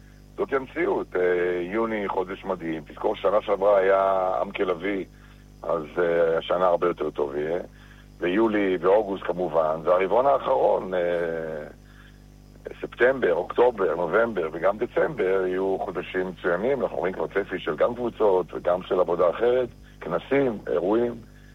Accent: Eilat, Southern District, Israel; אנחנו אוהבים את אילת, גדלנו באילת, נולדנו באילת

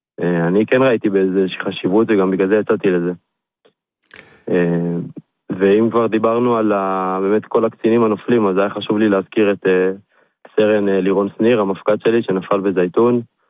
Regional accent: Gan Yavne, Central District, Israel; אני מגן יבנה.

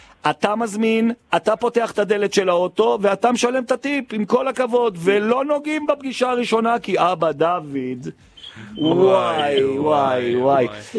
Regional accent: Jerusalem, Jerusalem District, Israel; כי אני ירושלמי מותר לי

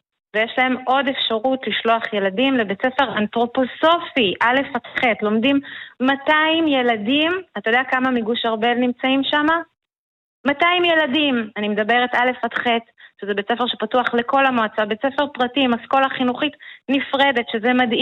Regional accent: Northern District, Israel; now in Arbel, Israel; אני בעצם במקור בכלל ממועצה אזורית מסגב, אני התחתנתי עם בן מושב, חקלאי, פה בארבל

